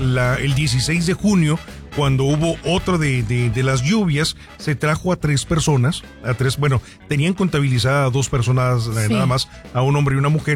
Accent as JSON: {"language": "Spanish", "town": "Nogales", "region": "Sonora", "country": "Mexico", "said": "los que somos de Nogales"}